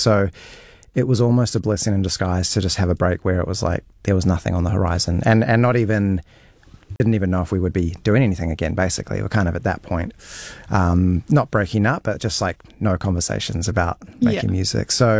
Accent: Auckland, New Zealand; moved away as an adult; also born or lived in Melbourne, Australia; now in Warkworth, New Zealand; So I grew up here. I grew up on the North Shore. Mm-hmm. And when I finished high school, I moved to Melbourne. So that was about 2005. And I never would have thought that I would come back. But I've ended up in Warkworth.

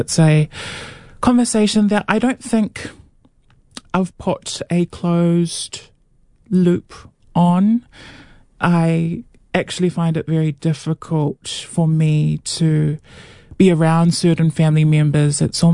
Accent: Auckland, New Zealand; I grew up in South Auckland

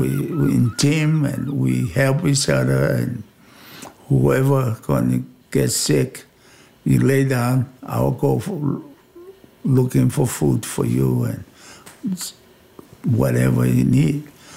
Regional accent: Tonga; born or raised there

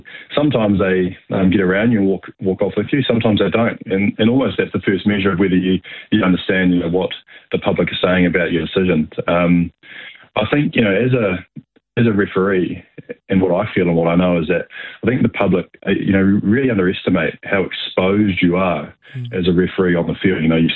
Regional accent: New Zealand; growing up in New Zealand, we grew up this sport.

